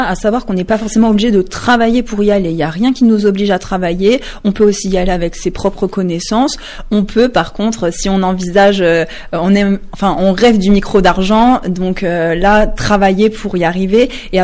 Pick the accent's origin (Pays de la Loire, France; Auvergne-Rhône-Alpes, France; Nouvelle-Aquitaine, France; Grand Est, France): Grand Est, France; Hussigny-Godbrange; je suis une jeune femme de 29 ans. J'ai toujours habité du coup en Meurthe-et-Moselle, notamment à Ucigny-Godeprange. J'y habite d'ailleurs encore.